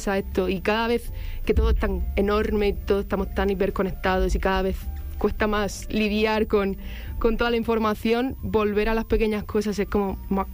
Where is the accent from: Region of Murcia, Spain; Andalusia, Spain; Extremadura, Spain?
Region of Murcia, Spain; Murcia; yo soy de Murcia, que es una ciudad que está como al sur de España, muy cerca de Andalucía